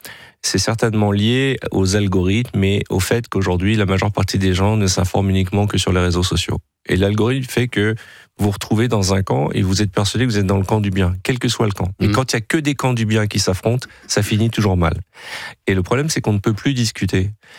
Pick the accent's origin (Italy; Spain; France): France; Je suis un Français. Les gens oublient que je suis Français. Je suis Français avant d'être juif